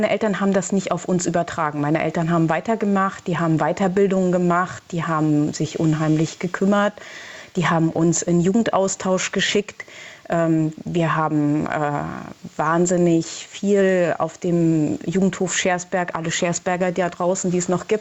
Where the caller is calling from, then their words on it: Mecklenburg-Vorpommern, Germany